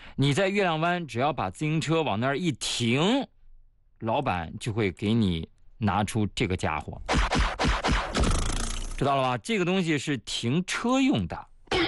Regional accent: China; 我们中国人讲究的是知止

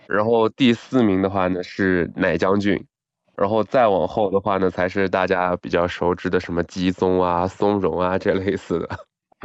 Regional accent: Kunming, Yunnan, China; 因为我是这个土生土长的这个云南昆明人

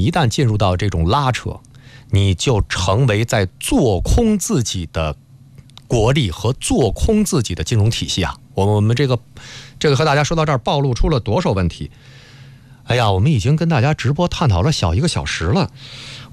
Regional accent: China; 我们中国人

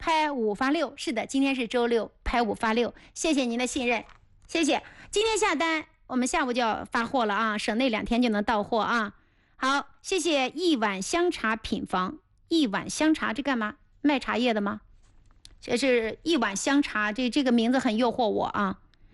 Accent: Mengcheng, Anhui, China; 我是安徽蒙城人，我是土生土长的安徽的蒙城的。

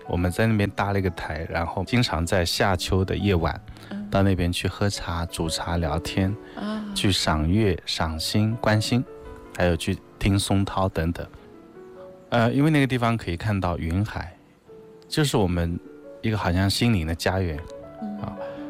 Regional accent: China

